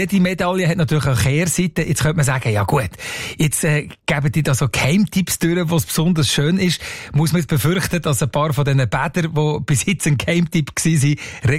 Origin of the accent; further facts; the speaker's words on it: Bern, Switzerland; Ich bin zum Beispiel in Bern aufgewachsen